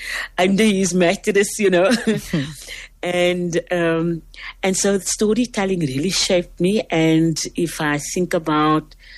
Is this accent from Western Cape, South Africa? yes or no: yes; Cape Town, Western Cape, South Africa; growing up in Mitchell's Plain.